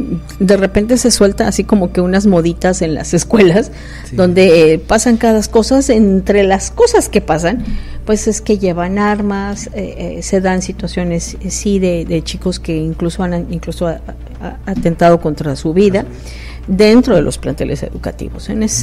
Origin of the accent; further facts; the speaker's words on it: Mexico City, Mexico; now in Tijuana, Mexico; yo vengo de la Ciudad de México